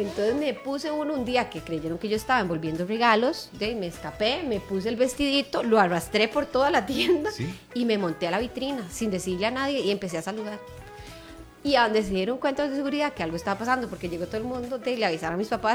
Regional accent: Costa Rica

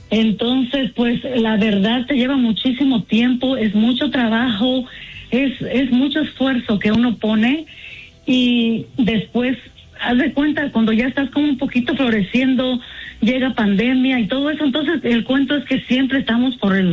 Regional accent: Oaxaca, Mexico; Yo soy de la Mixteca de Oaxaca, entonces las tortillas son hechas a mano

